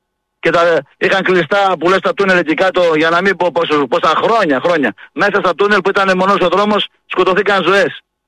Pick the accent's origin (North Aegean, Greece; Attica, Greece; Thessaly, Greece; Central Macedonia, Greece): Central Macedonia, Greece; Katerini; Άκου να δεις σκηνικό στην πόλη μου